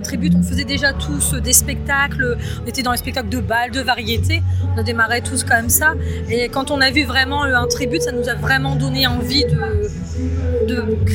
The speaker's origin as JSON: {"language": "French", "region": "Hauts-de-France", "country": "France", "said": "On est du Pas-de-Calais, oui."}